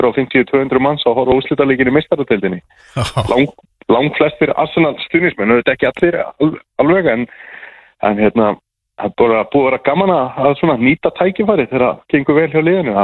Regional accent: Neskaupstaður, Eastern Region, Iceland; now in Vestmannaeyjar, Iceland; ég er fættur uppalinn í Neskaupstað

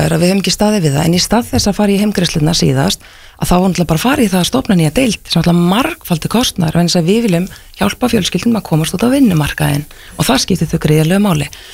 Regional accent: Seltjarnarnes, Capital Region, Iceland; ég hjóla ef þessa brú daglega sem Seltirningur

